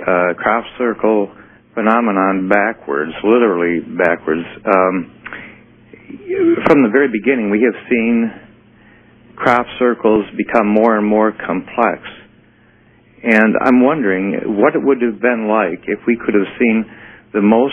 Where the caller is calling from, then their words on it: Green Bay, Wisconsin, United States; Hello, this is … I'm calling from Green Bay, Wisconsin.